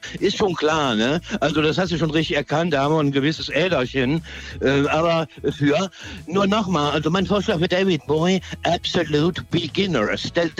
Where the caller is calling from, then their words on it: Rhineland, Germany; ich bin Rheinländer, seh's mir nach.